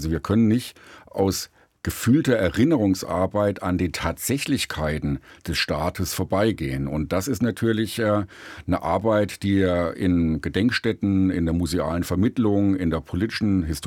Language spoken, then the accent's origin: German; Thuringia, Germany; ich komme ja aus Thüringen